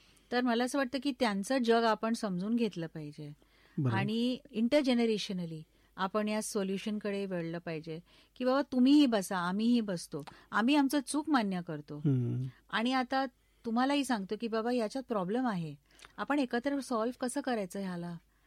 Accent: Mumbai, Maharashtra, India; born there; Marathi is a second language; मुंबईत माझा जन्म झालाय, तर मी मूळ ऍक्च्युली महाराष्ट्राचीच आहे आणि आमच्या घरात नेहमी वेगवेगळी भाषा बोलण्याची पद्धत होती

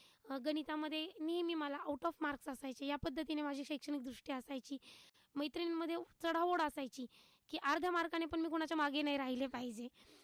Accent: Ahmednagar, Maharashtra, India; also born or lived in Malegaon; मी मूळची अहिल्यानगरचीच आहे, माझं बालपण इथलंच आहे. माझा जन्म हा मालेगावमध्ये झाला, पण वडील प्रॉपरचे इथलेच असल्यामुळं अहिल्यानगरमध्येच माझं बालपण लहानची मोठी मी इथेच झाली आहे.

